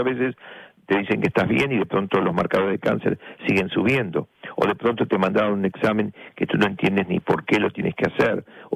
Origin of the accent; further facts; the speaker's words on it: La Plata, Buenos Aires Province, Argentina; moved away; allá en Argentina, cuando era chiquito, la tienda Sara, enfrente del ferrocarril Roca de la Plata, en la calle 1 y 42, donde jugaba yo con una piedrita y con mis primos y amigos, la vida esa linda de estudiantes de La Plata